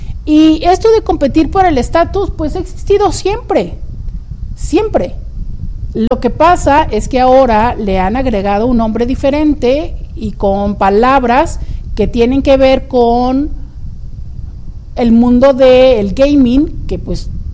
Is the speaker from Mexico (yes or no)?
yes; Mexico; Y ya sabes cómo somos los mexicanos, que somos bien, bien fans.